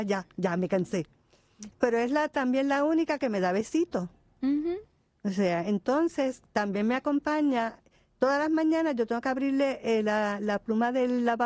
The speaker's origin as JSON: {"language": "Spanish", "town": "Juana Díaz", "country": "Puerto Rico", "said": "La gente que vive en Ponce y en Juana Díaz, mi pueblo, saben dónde es."}